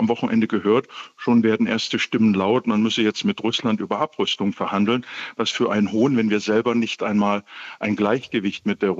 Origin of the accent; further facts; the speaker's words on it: Germany; Und wir sollten uns auch persönlich in Europa sehr klar werden als Deutsche, dass inzwischen wir mehr von der Ukraine abhängig sind als die Ukraine von uns.